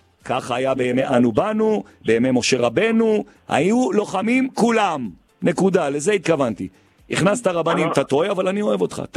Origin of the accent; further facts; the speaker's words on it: Jerusalem, Jerusalem District, Israel; אני רק משדר בגבעת זאב, אני ירושלמי